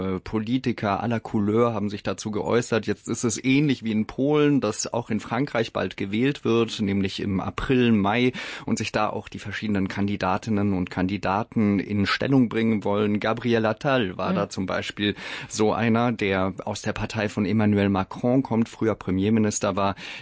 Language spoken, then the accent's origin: German; Bavaria, Germany; ich bin ja aus Bayern und ich kenne nur CSU-Regierungen.